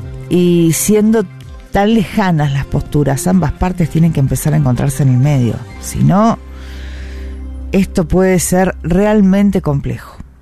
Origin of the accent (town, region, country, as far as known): Cuyo, Argentina